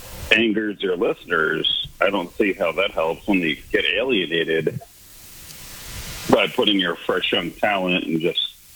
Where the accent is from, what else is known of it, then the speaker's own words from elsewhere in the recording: Boulder, Colorado, United States; I grew up in Boulder, listen to KBCO, that's my dad's favorite station